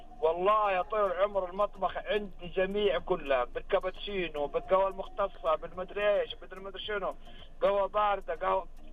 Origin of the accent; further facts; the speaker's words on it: southern Saudi Arabia, Saudi Arabia; now in Jeddah, Saudi Arabia; صغري في الجنوب